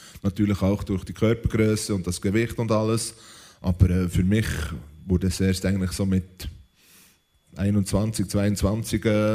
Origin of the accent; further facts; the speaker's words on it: Bern, Switzerland; Und da gab es wirklich bei uns in der Schweiz, also im Seeland, wo ich herkomme, in keinem Schuhgeschäft Fußballschuhe in Größe 49.